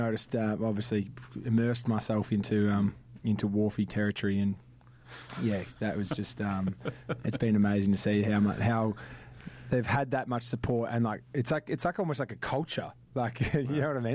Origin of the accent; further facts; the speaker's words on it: Victoria, Australia; now in Western Australia, Australia; growing up in Victoria, I reckon before I moved over here